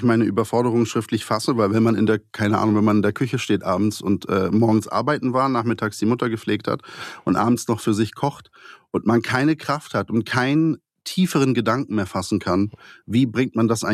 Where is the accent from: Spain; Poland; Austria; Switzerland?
Poland; eastern Poland; Und wir sind überhaupt nicht aus Schlesien, also wir kommen aus dem Osten, aus dem Osten, Osten, ja. Wir sind da, wo Mitteleuropa endet.